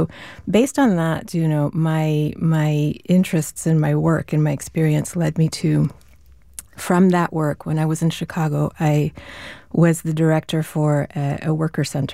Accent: Venezuela; Well, I wasn't raised in the U.S. I grew up in Venezuela.

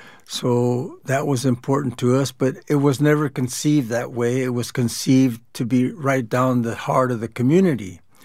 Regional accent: San Diego, California, United States; Sporadic in terms of the various cultures that were living there. But primarily, there were a lot of Mexican families, Italian families.

